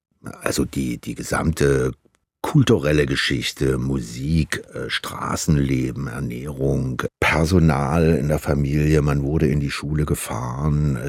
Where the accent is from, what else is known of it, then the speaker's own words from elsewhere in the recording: Brazil; Meine Eltern hatten in meiner Kindheit in Brasilien hatten die einen Dualplattenspieler mit noch mit 10 Schallplatten übereinander